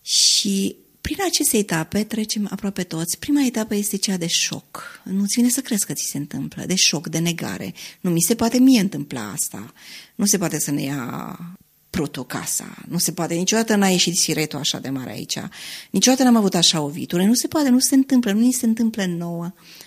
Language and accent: Romanian; Romania; Eu mă regăsesc și cred că noi ca români ne regăsim.